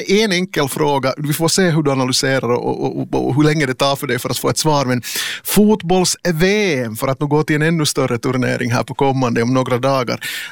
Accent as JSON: {"language": "Swedish", "town": "Vaasa", "region": "Ostrobothnia", "country": "Finland", "tie": "born or raised there", "said": "Jag måste fråga dig, för en viktig grej händer i min hemstad Vasa om en månad."}